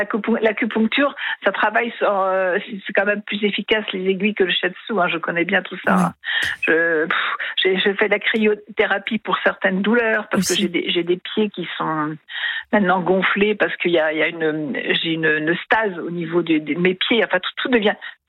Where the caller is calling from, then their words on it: Brittany, France; Je suis en Bretagne